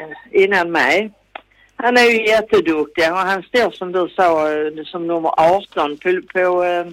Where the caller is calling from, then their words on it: Skåne, Sweden; accent: Scanian; som vi säger på skånska